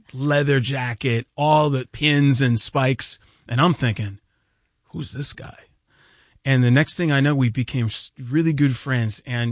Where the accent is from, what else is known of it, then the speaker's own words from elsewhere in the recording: Storrs, Connecticut, United States; where I grew up in Storrs, that's the whole town, really.